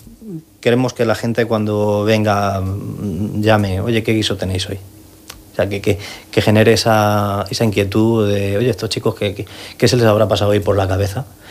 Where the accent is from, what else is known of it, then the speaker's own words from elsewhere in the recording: Madrid, Community of Madrid, Spain; now in Murcia, Spain; Aún así, yo que soy de Madrid, de decir y romper lanza a favor aquí de Murcia